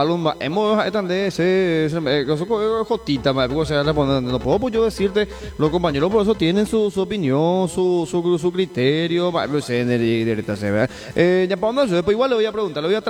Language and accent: Spanish; Canindeyú, Paraguay; yo soy de la zona, yo soy de Paraguay, compañía Año a ti.